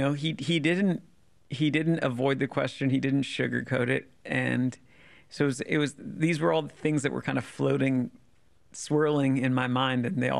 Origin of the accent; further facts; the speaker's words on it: Washington, District of Columbia, United States; born or raised there